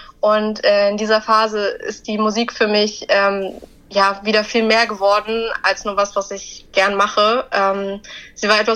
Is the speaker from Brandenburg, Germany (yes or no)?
yes; Brandenburg, Germany; moved away as an adult; now in Hamburg, Germany; ich bin 25 Jahre alt. Ich lebe in Hamburg, aber bin gebürtige Südbrandenburgerin, also genau genommen aus der Niederlausitz.